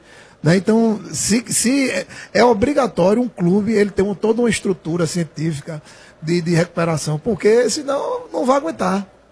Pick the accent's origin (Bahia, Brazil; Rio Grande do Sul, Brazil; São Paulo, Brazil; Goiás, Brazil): Goiás, Brazil; Goiânia; Mas aqui eu sou de Goiânia, um calor danado aqui.